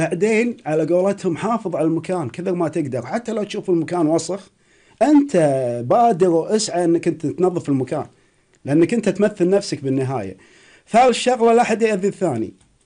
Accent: Kuwait; الأماكن اللي عندنا بالكويت جدا جميلة

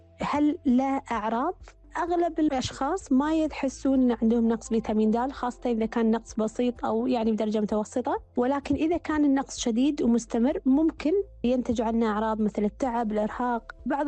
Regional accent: Kuwait; مثل ما إحنا عندنا بالكويت

